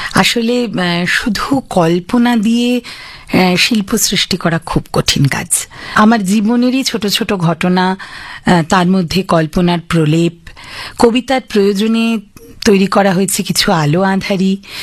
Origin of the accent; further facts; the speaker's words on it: Madhyamgram, West Bengal, India; আমার মধ্যমগ্রাম যেখানে আমার বাড়ি সেখানেই আমার দল